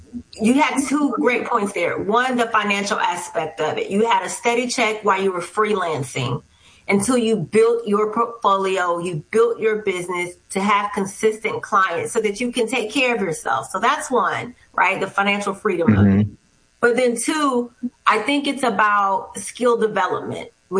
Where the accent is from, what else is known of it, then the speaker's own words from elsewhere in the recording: Miami, Florida, United States; But Miami's my hometown. And so Yeah. It's my little, like, I have a, you know, the baby with the little passy. Like, I'm connected to that space.